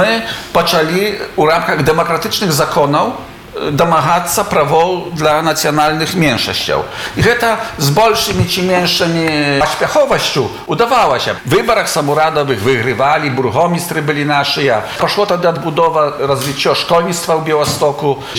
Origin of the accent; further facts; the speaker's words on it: Podlaskie Voivodeship, Poland; на Беластоўчыне